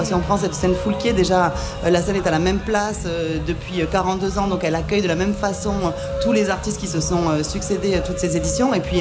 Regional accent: Southwest France, France; now in La Rochelle, France

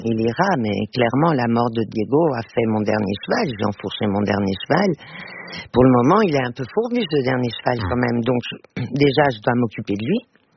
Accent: Portugal; first language Portuguese; French is a second language; also born or lived in Belgium / France; Oui, en famille, c'est ma langue maternelle.

